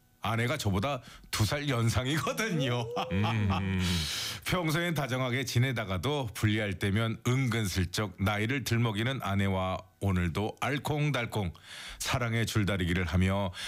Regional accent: Busan, South Korea; 저도 이제 고향이 부산이 됐고

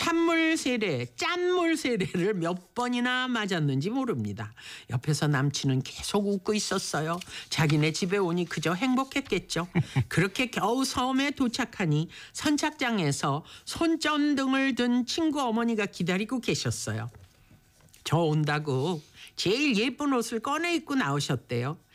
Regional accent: Seoul, South Korea; 당시 저는 나름 서울 깍쟁이, 서울 촌것이라 날것을 잘 못 먹었거든요.

